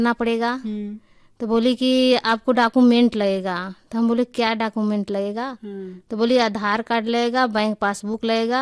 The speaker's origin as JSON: {"language": "Hindi", "area": "Sonbhadra district", "region": "Uttar Pradesh", "country": "India", "said": "ग्राम जरहा, पोस्ट जरहा, थाना बीजपुर, ब्लॉक नेवरपुर, तहसील दुद्धी, जिला सोनभद्र का मैं निवासी हूँ।"}